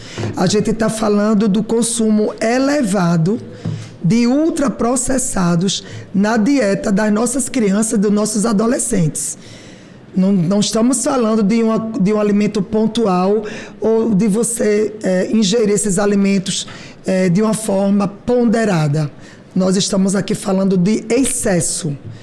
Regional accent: Northeast Region, Brazil; Realmente, nós que somos do Nordeste gostamos muito mesmo de bolacha creme cracker

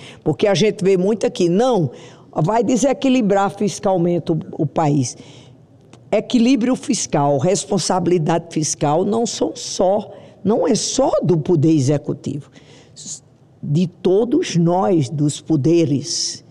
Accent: Northeast Region, Brazil; Nasci e cresci no Nordeste e via a seca

